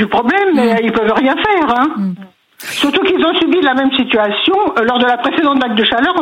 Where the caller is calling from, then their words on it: Bazainville, Île-de-France, France; Je vous appelle de Bazainville.